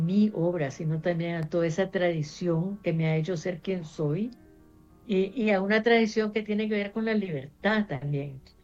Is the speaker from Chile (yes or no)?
no; Nicaragua; moved away; soy la primera mujer centroamericana que gana este premio, la primera persona de Nicaragua